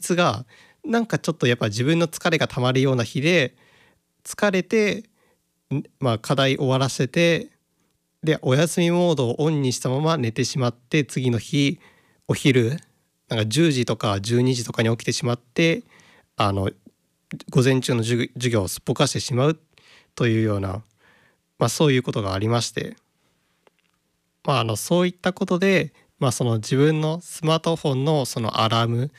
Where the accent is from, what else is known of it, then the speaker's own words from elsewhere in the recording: Okayama, Japan; 私あの岡山出身と言ったことがあったと思うんですけども、